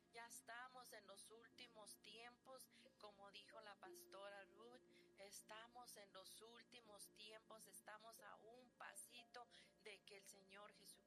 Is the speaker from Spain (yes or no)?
no; Mexico; moved away; allá en donde yo nací en la ciudad, allá en México, bueno, mis padres estaban escasos de la palabra, ya que vivíamos en rancherías muy lejanas, donde no llegaba mucho el evangelio